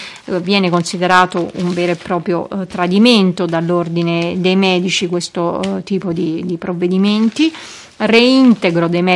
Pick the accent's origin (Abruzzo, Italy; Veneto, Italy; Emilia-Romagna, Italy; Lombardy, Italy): Lombardy, Italy; Milan; born there; nella Milano di quando io ero ragazzina, bambina, nei primi anni Ottanta